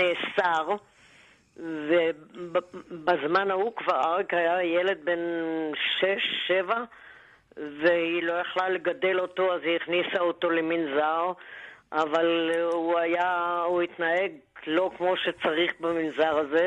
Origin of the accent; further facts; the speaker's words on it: Tel Aviv, Tel Aviv District, Israel; כן, אני תל אביבית, נולדתי אסלית תל אביבית.